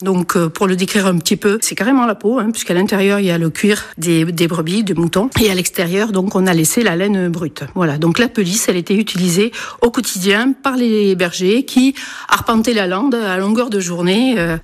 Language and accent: French; Sabres, Nouvelle-Aquitaine, France; parce que je suis landaise, parce que je suis de Sabres